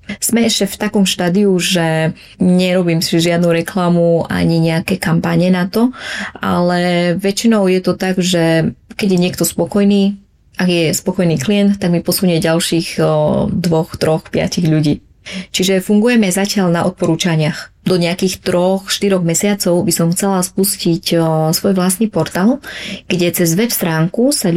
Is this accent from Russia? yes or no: no; Vietnam; Slovak is a second language; now in Slovakia; tie prvé roky, ktoré som prišla na Slovensko a tak ako som spomenula, že som bola sama Vietnamka na celej škole